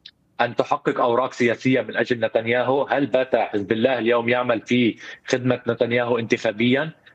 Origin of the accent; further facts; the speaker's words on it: Lebanon; ليس من مصلحتنا كلبنانيين أن يتقدم الإسرائيلي في سوريا